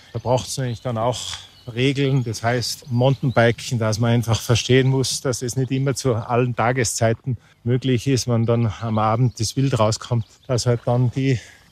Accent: Zauchensee, Salzburg, Austria; So war es auch bei uns, bei meiner Familie. Ich bin am Bauernhof aufgewachsen. Meine Eltern, Großeltern haben dann auch schon begonnen mit Tourismus.

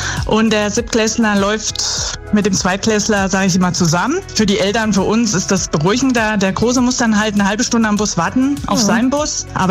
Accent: Schwickershausen, Thuringia, Germany; Der ist wohl in Schwickershausen, ist ein Ortsteil von der Gemeinde Grabfeld in Südthüringen.

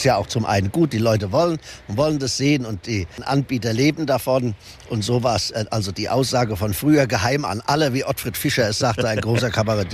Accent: Wittgenstein, North Rhine-Westphalia, Germany; moved away as an adult; now in Lam, Germany; Ich komme aus dem Altkreis Wittgenstein. Heute gehört es zu Siegen-Wittgenstein, mit den Höhenlagen rund um Berleburg reingehend, dann ins Sauerland, Winterberg, Astenberg und so weiter.

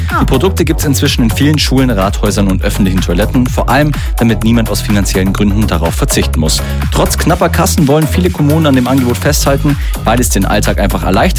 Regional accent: Bavaria, Germany; Und dann schauen wir noch in meine Heimat nach Bayern, Bavaria.

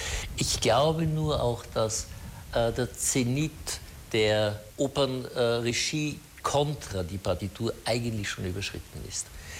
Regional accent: Salzburg, Austria; born there; Damals dachte ich mir, es ist wunderbar, in Salzburg zu sein, als gebürtiger Salzburger, das Mozarteum mit einem großen Weltruf, kann man eigentlich sagen.

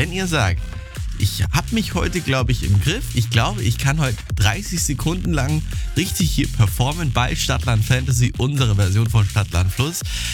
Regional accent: Bavaria, Germany; Gestern Gina Maria aus Graben bei Untermeitingen in meiner Heimat.

